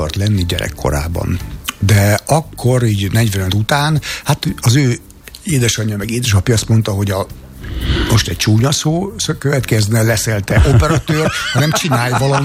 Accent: Miskolc, Borsod-Abaúj-Zemplén, Hungary; És valami visszatart, vagy megmentett attól, hogy olyan saját szülővárosomban játszam.

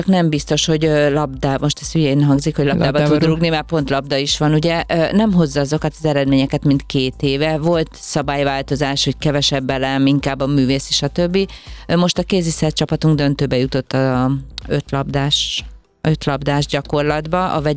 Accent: Hungary; magyar vagyok

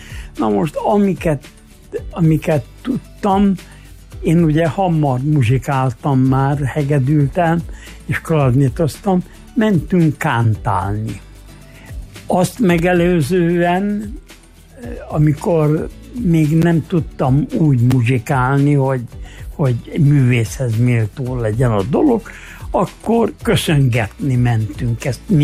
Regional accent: Hungary; Én magyar vagyok, magyar cigány vagyok.

